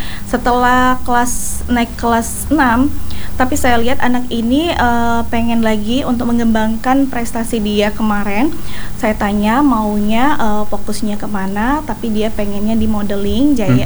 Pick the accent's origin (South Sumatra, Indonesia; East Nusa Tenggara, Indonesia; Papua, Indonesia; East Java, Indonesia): South Sumatra, Indonesia; Palembang; di daerah saya, Kota Palembang